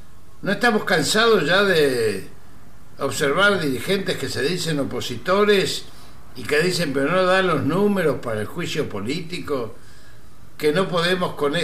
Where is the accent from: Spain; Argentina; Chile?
Argentina; ¿Estamos los argentinos dispuestos